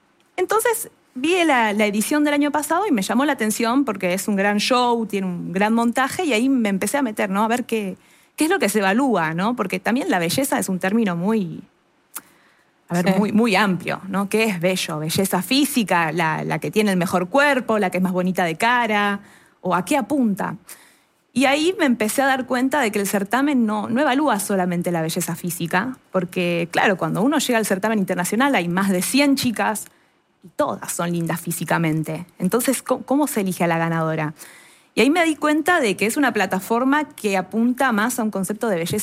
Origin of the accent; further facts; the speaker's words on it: Munro, Buenos Aires Province, Argentina; soy oriunda de Munro, la zona norte de la provincia de Buenos Aires.